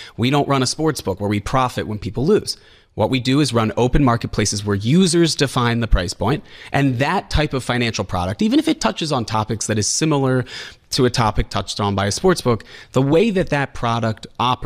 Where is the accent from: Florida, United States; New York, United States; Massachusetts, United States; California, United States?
New York, United States; I mean, as both a New Yorker and a lawyer, I'm alarmed by the overreaching sentiment that's coming from the Attorney General's office.